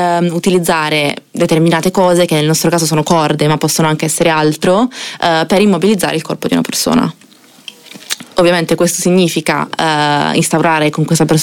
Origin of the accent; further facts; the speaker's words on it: Canosa di Puglia, Apulia, Italy; now in Milan, Italy; Io vengo da Canosa di Puglia, in realtà.